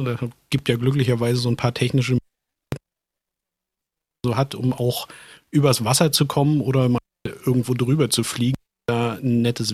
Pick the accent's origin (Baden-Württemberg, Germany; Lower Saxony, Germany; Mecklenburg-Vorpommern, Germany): Mecklenburg-Vorpommern, Germany; born there; Ich bin aus Kursfeld tatsächlich, gebürtiger Vorpommer.